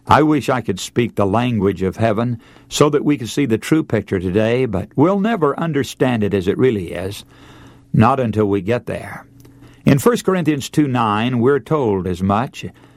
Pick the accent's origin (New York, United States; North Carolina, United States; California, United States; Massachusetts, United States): North Carolina, United States; I was born in North Carolina and grew up there, and I live close to a large city there with its rancid smell of tobacco.